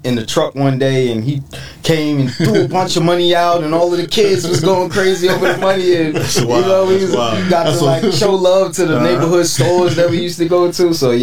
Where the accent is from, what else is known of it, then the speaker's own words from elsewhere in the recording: New York City, New York, United States; You know, I grew up around Times Square.